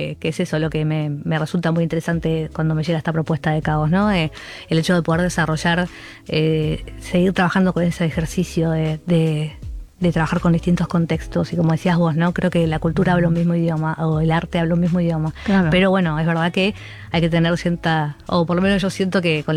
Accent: Buenos Aires, Argentina; born there; moved away as an adult; also born or lived in London; Yo nací en Buenos Aires.

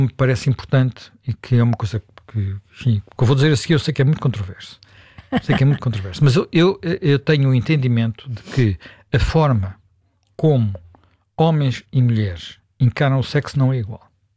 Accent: Lisbon, Portugal; born there

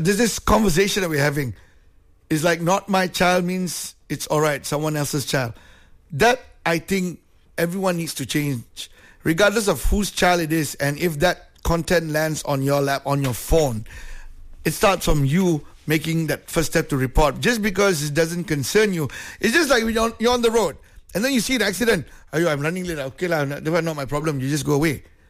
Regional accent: Malaysia; I think as a Malaysian, right, we've got so many channels here

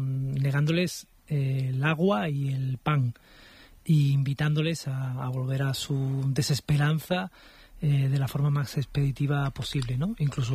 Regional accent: Spain; Claro, y yo me pregunto qué dicen esas fotografías de nosotros como especie, como españoles, como europeos.

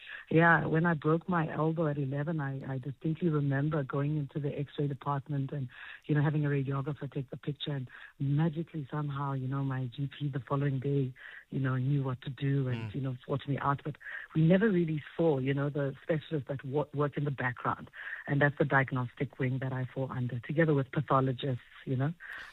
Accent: Mafikeng, North West, South Africa; growing up in Mafeking, I was a very curious child

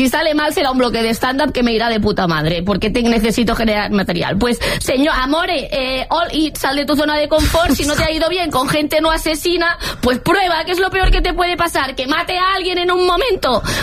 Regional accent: Andalusia, Spain; Me estoy 3 horas. Aquí sí que soy andaluza.

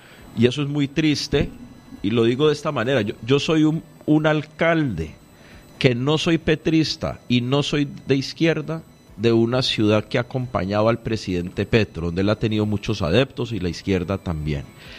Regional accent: Cali, Valle del Cauca, Colombia; nosotros en Cali

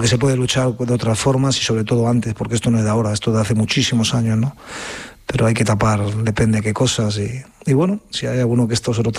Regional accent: Madrid, Community of Madrid, Spain; Yo soy de Aluche, porque me he criado en mi barrio, que estoy muy orgulloso.

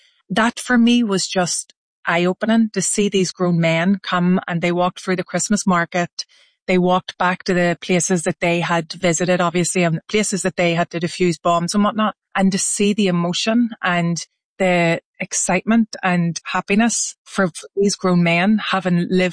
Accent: Belfast, Northern Ireland, United Kingdom; It was so normal to us. And when you grow up in what was a war zone, you don't know that you're actually living it.

